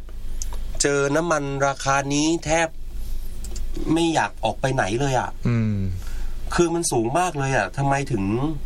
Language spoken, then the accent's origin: Thai; Trat, Thailand; จังหวัดบ้านพี่จังหวัดตราด